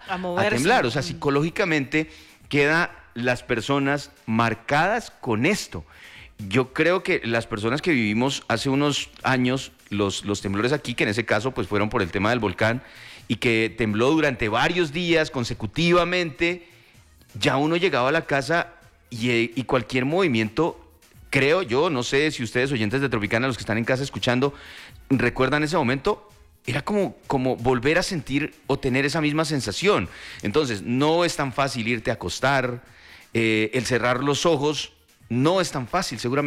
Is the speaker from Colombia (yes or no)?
yes; Colombia